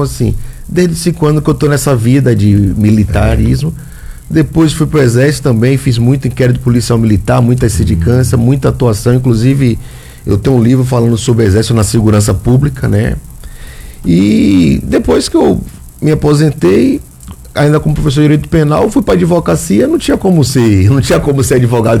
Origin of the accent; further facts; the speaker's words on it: Salvador, Bahia, Brazil; Salvador, Bahia. Salvador, nascido, né? E criado no Cabula.